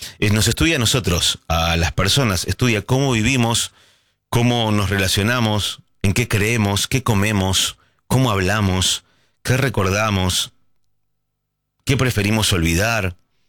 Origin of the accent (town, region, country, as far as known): Argentina